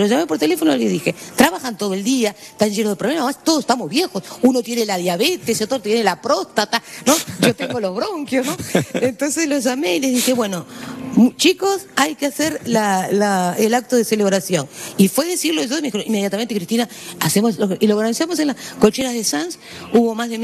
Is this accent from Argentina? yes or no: no; Uruguay; now in Barcelona, Spain; soy una uruguaya internacionalmente muy conocida, posiblemente soy la uruguaya más conocida en todo el mundo.